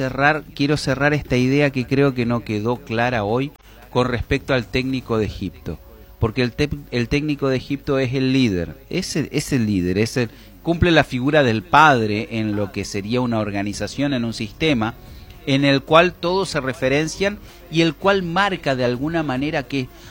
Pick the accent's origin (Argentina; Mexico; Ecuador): Argentina; somos argentinos